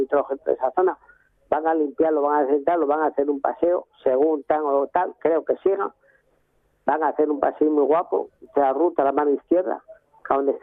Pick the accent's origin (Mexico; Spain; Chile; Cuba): Spain; Asturias; born there; Yo creo que toda la gente que tuvieron aquí, que somos antiguamente no, que nacimos en el Valle del Nalón y lo apreciamos